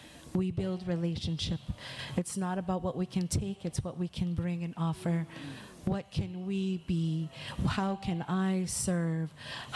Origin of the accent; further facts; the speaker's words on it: Hawaii, United States; born there; I would say I'm not Hawaiian, but I am birthed of this land, and it runs through my blood and my veins and my bones.